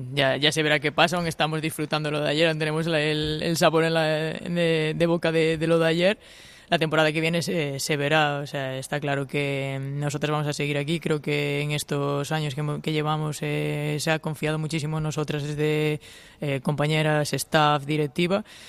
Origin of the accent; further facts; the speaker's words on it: Galicia, Spain; Sí, yo como gallega súper orgullosa de ello, de formar parte del balonmano gallego y de haberlo llevado a lo más alto en este sentido.